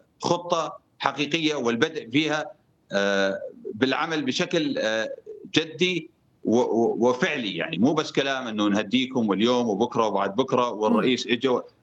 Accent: Deir ez-Zor Governorate, Syria; عندنا بالمحافظة

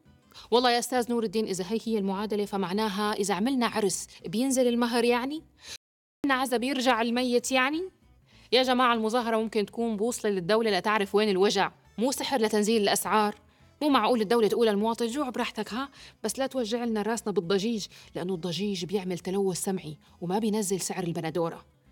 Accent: Syria; بنتمنى كسوريين

